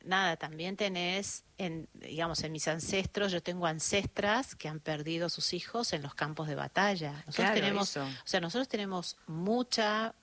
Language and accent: Spanish; Buenos Aires, Argentina; born there; No, yo nací en Capital